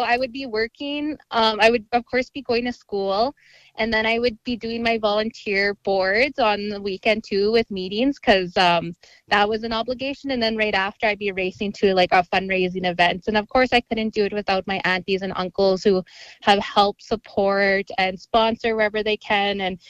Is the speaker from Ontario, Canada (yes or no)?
no; Ochapowace First Nation, Saskatchewan, Canada; growing up on Ochapaways First Nation